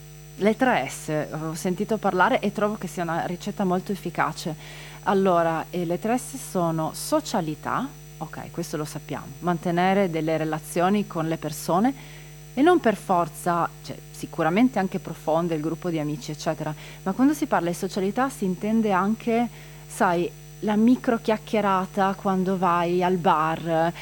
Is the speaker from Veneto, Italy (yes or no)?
no; Villesse, Friuli-Venezia Giulia, Italy; first language Friulian; Italian is a second language; noi siamo un po' strani perché siamo in Venezia Giulia, ma siamo anche friulani. Quindi ogni volta dico friulano, ma dovrei dire Friul Giuliana